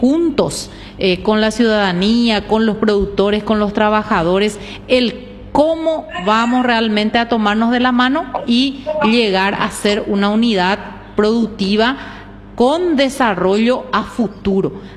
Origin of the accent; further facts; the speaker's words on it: Paraguay; que es lo que necesitamos ya como paraguayos